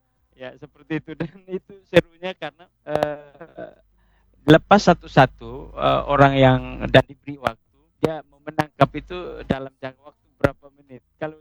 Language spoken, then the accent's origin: Indonesian; East Nusa Tenggara, Indonesia; istilah kami orang Atuni itu disebut dengan bunuh banu talas